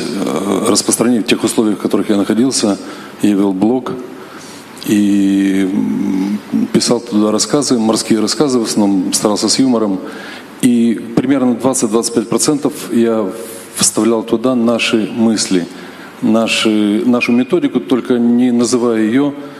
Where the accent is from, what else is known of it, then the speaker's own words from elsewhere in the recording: Odesa, Odesa Oblast, Ukraine; Добрый день. … я из Одессы.